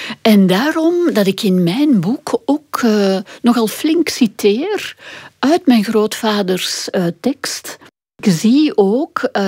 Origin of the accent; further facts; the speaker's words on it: Kempen, Belgium; ik ken hem als Kempense, als kind in de Kempen, omdat mijn vader ooit een bizar huis gekocht heeft.